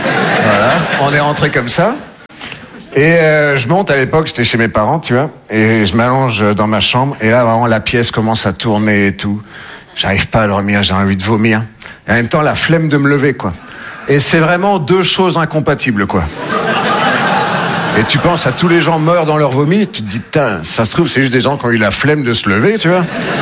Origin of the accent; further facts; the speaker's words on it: Nouvelle-Aquitaine, France; Moi, je viens des Deux-Sèvres, entre le Puy du Fou et le Futuroscope. Voilà, c'est au milieu. C'est là où les gens s'arrêtent pour pisser, tu vois.